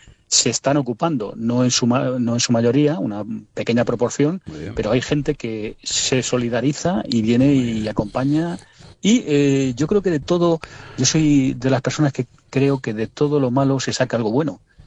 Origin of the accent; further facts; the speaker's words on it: El Barraco, Castile and León, Spain; Mi pueblo es el Barraco